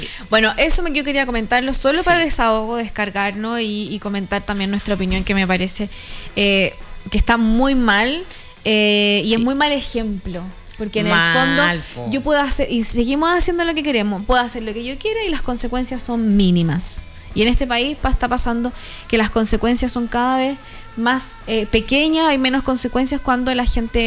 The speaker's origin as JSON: {"language": "Spanish", "town": "San Felipe", "region": "Valparaíso", "country": "Chile", "said": "Yo que soy del centro de San Felipe"}